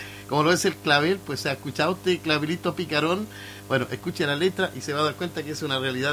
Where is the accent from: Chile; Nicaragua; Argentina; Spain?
Chile; no olvidarnos de nuestra idiosincrasia como chileno